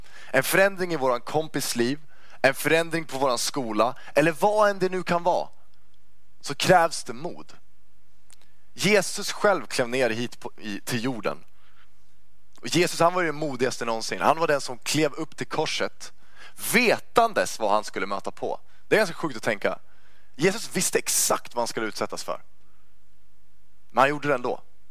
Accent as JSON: {"language": "Swedish", "town": "Uppsala", "region": "Uppsala County", "country": "Sweden", "also_born_or_lived": "Stockholm", "said": "där jag kommer från, Uppsala."}